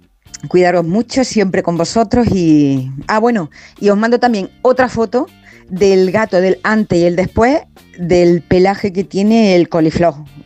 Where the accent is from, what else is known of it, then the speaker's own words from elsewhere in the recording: Granada, Andalusia, Spain; Hola, buenas tardes, equipazo. Soy de Granada.